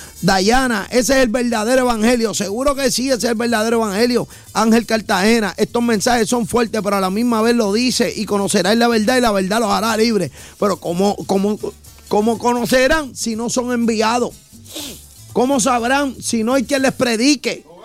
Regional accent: Guayama, Puerto Rico; now in Naguabo, Puerto Rico; ¿Dónde está mi pueblo Guayama?

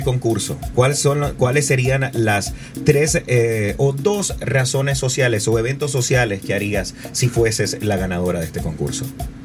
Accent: Nicaragua; now in United States; yo decía que yo era de Nicaragua

